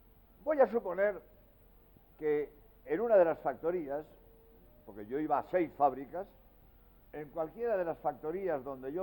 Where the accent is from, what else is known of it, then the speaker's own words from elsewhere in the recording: Spain; now in Cádiz, Spain; soy jesuita español